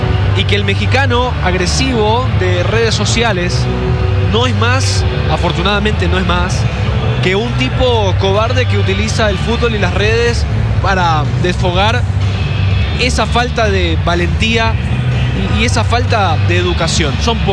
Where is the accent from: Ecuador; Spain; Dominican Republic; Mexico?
Ecuador; sí, somos de Ecuador.